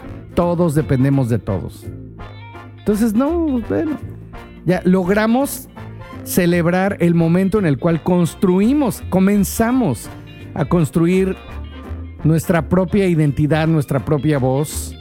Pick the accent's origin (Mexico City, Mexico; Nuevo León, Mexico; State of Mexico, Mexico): State of Mexico, Mexico; Cuautitlán Izcalli; now in Mérida, Mexico; Yo soy de un pueblito, bueno, no un pueblito, de un municipio que se llama Cuautitlán Izcalli, que está muy cerca de otro municipio que se llama Tultepec, donde se fabrican fuegos artificiales, todos artesanales.